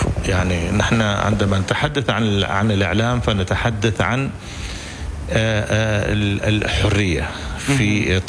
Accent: Oman; نحن كعمانيين

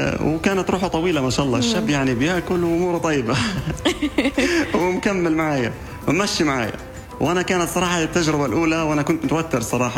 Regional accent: Gaza, Gaza Strip, Palestine; now in Amman, Jordan

